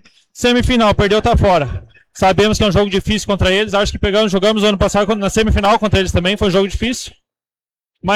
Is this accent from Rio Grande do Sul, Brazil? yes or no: yes; Carazinho, Rio Grande do Sul, Brazil; Sou de Carazinho.